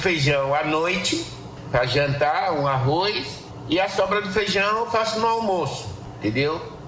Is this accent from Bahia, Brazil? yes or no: yes; Jacobina, Bahia, Brazil; Como eu sou baiano, eu gosto da minha farinha, meu feijão, arroz, minha pimenta.